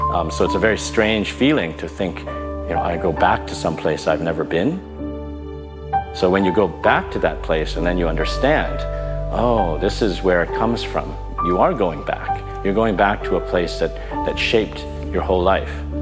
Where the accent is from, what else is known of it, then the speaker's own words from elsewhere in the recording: Canada; born there; I was born in Canada, so whenever my grandmother who helped raise me